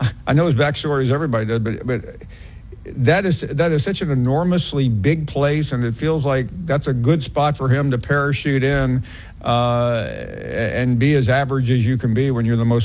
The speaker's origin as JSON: {"language": "English", "region": "Tennessee", "country": "United States", "said": "Well, Peyton, let me assure you, I'm from Tennessee."}